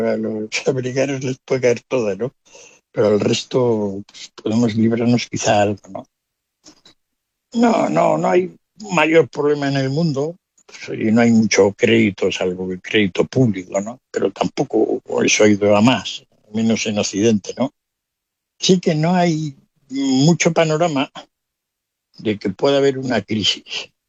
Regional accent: Spain

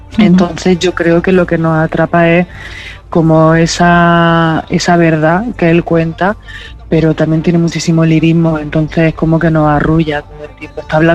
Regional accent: Region of Murcia, Spain; moved away as an adult; also born or lived in Granada; yo soy murciana, pero estudié en Granada.

